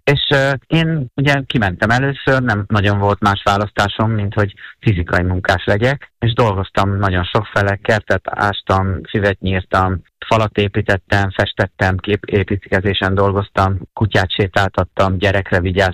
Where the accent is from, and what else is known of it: Hungary; born there